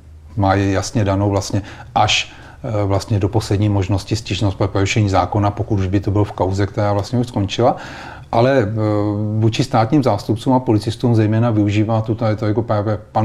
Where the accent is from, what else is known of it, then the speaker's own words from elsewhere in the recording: Brno, South Moravian Region, Czechia; a já jsem z Brna, tak samozřejmě vím, jak se v Brně o tom mluví